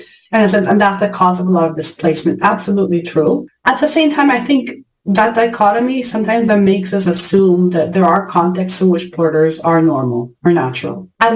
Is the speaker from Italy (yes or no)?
yes; Italy; moved away; I grew up in Italy